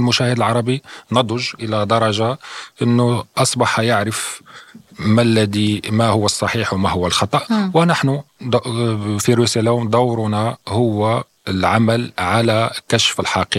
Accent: Morocco; now in Russia; كمغربي بالدرجة الأولى وكمواطن روسي في الدرجة الثانية

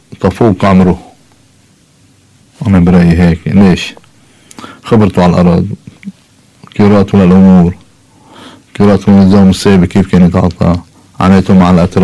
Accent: Akkar, Lebanon; نحن مثلا عنا هلا بمنطقتنا نحن فوق بجرد في منطقه خلاف عكاري

